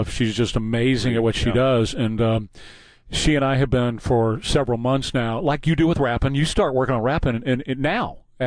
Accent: Texas, United States; we're from Texas, want to do some shows about 9/11.

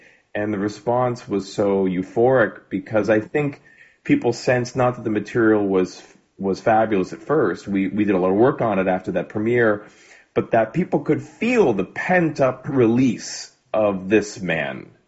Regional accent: Boston, Massachusetts, United States; They're really my home orchestra. I'm from Boston.

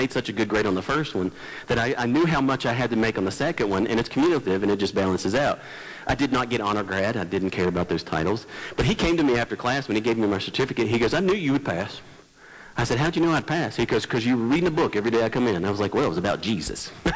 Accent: West Virginia, United States; I'm from West Virginia.

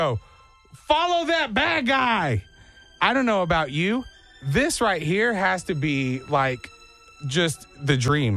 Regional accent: Texas, United States; man, I'm from Texas.

